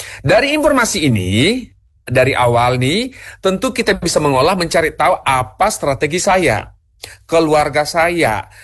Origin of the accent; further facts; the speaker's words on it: North Sumatra, Indonesia; moved away; Saya orang Sumatera Utara, pernah bekerja di Sulawesi Utara, pernah di Takengon, pernah di mana tempat.